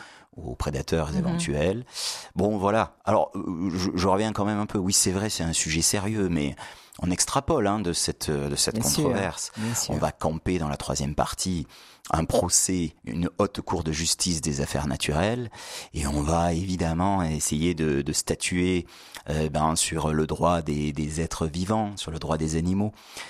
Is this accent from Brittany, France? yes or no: no; Avignon, Provence-Alpes-Côte d'Azur, France; born there; moved away; Moi, je suis né à Avignon.